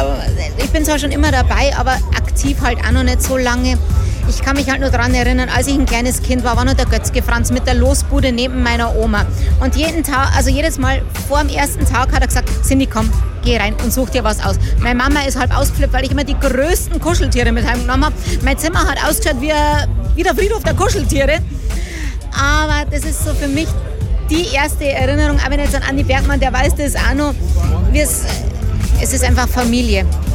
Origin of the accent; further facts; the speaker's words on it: Regensburg, Bavaria, Germany; Also ich bin in Regensburg geboren, aber nicht am Duldplatz, weil ich im März Geburtstag habe.